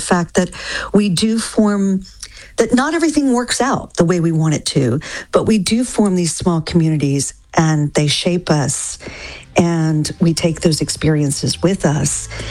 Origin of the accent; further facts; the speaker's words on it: Denton, Texas, United States; moved away; my hometown, which is Denton, Texas. But when I lived there, you know, it was very small. There was only one high school